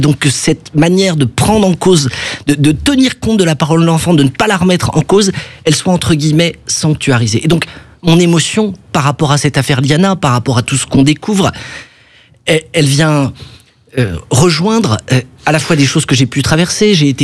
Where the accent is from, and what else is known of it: France